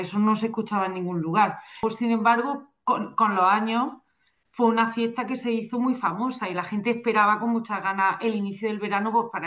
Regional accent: Andalusia, Spain; yo que soy de Andalucía, nosotros tenemos una conexión con el mar muy grande

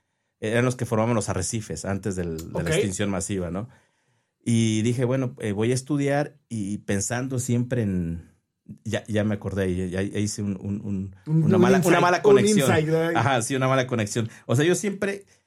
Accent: Tierra Caliente, Mexico; moved away; ahí en Tierra Caliente, ¿no? Siempre pensando en, pues, siempre en mi pueblo, ¿no? En mi región.

